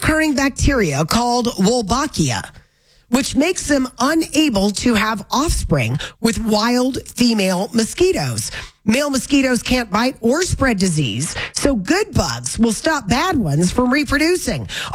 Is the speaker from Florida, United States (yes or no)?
yes; Florida, United States; moved away; growing up in Florida, mosquitoes are a ubiquitous part of your existence there.